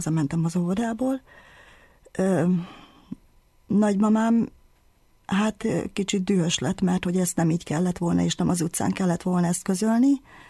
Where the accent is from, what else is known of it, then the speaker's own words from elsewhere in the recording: Hungary; amikor én megszülettem itt a fővárosba, akkor 8 naposan haza kerültem vidékre, és gyakorlatilag 8 naposan a nagymamámikhoz kerültem, akik felneveltek.